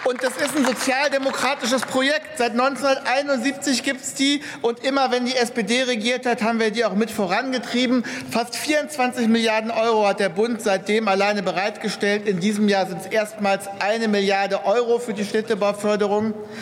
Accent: Berlin, Germany; Und Berlin, da wo ich herkomme, da ist es sogar jede 4. Person

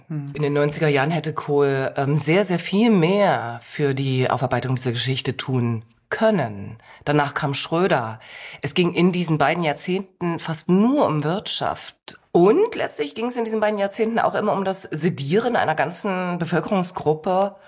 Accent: Auerbach, Saxony, Germany; Ich habe mich als Mensch aus Auerbach empfunden, die eine tolle Kindheit und Jugend hatte.

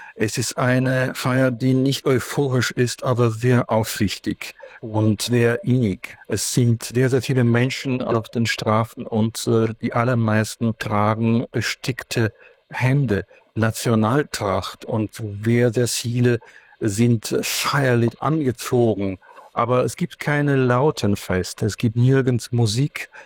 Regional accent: Ivano-Frankivsk, Ivano-Frankivsk Oblast, Ukraine; German is a second language; Ich war in meiner Heimatstadt Ivano-Frankivsk im alten Stanislau.

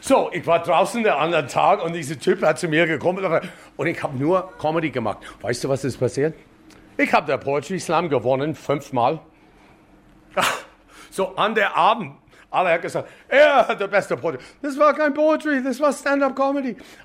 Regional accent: Canada; German is a second language; moved away as an adult; now in Munich, Germany; ich als Kanadier, scheißegal, ich bin hier so lang

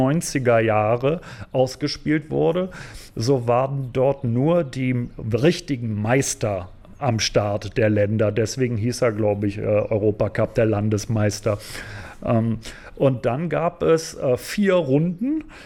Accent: Berlin, Germany; Also ich bin selber aus Berlin

